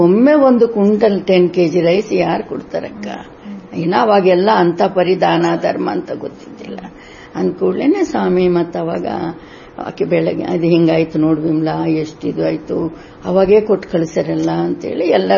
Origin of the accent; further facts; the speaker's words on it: Andhra Pradesh, India; born there; Kannada is a second language; moved away; ನಾನು ಆಂಧ್ರದಲ್ಲಿ ಹುಟ್ಟಿರಕ್ಕೆ ನಾನು ಕನ್ನಡ ಬರ್ತಿದ್ದಿಲ್ಲ